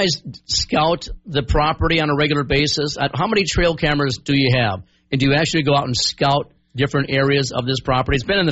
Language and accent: English; Minnesota, United States; Of course, we're from Minnesota here.